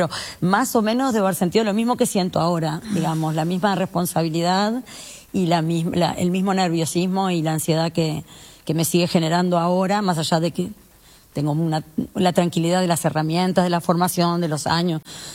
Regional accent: Punta del Este, Maldonado, Uruguay; Soy de Punta del Este, en Punta del Este, y sí, y siempre, y me digamos, estudié en Montevideo también

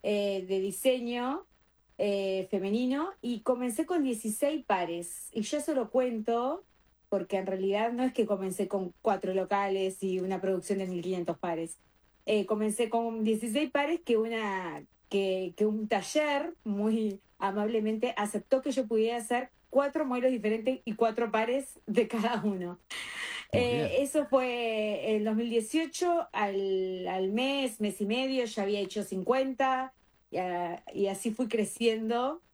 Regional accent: Cardona, Soriano, Uruguay; moved away as an adult; now in Playa Fomento, Uruguay; nací en Cardona, bueno, y me fui a vivir a Colonia La Rañada. O sea, viví en Colonia La Rañada toda la vida. Fui a la escuela y al liceo público ahí en Cardona. Y hoy en día vivo en Playa Fomento, que es cerca de Nueva Helvecia, para los que nos conocen, que es aquí en el departamento de Colonia.

